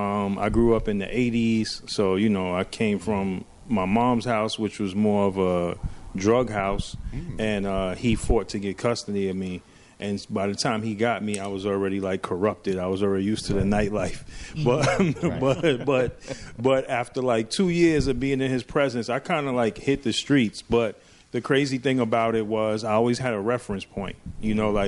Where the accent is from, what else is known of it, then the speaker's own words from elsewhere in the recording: Brooklyn, New York, United States; Do I have the right to say I'm from Brooklyn?